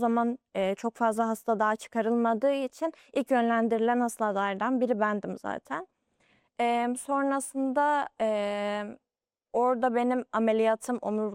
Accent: Kahramanmaraş, Turkey; Hocam 6 Şubat 2023 yılında Kahramanmaraş'ta deprem oldu biliyorsunuz ki o depremde ara tatil için memleketime gitmiştim.

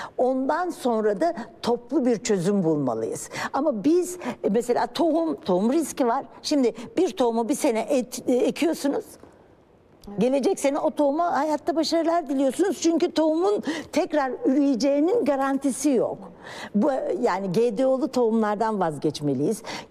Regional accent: Malatya, Turkey; Tabii ben şimdi Malatyalıyım, ailemin bana anlattığı şeylerden eskiden arazilerde bütün arazi sahiplerinin dönüşümlü su kullanma durumu varmış.

